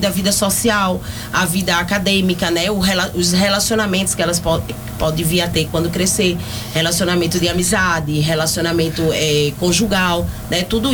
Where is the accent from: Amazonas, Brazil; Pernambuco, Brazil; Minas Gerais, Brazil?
Pernambuco, Brazil; moved away as an adult; now in Anápolis, Brazil; eu não sou napolina, eu sou pernambucana, né? Eu caí aqui de paraquedas.